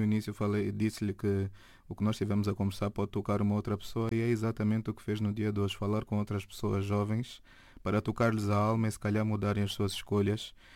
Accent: Angola; Eu sou angolano

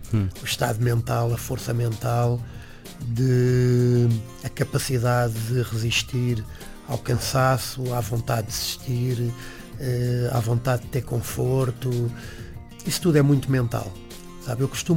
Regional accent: Portugal; eu sou português

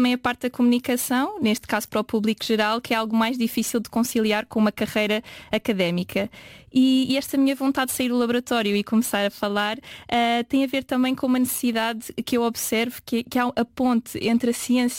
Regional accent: Lisbon, Portugal; moved away as an adult; also born or lived in Netherlands; now in Faro, Portugal; eu tenho 29 anos, sou de Lisboa, mas agora vivo em Faro.

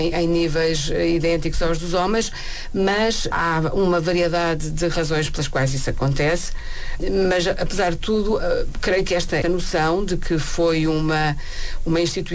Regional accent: Alentejo, Portugal; eu, que sou alentejana

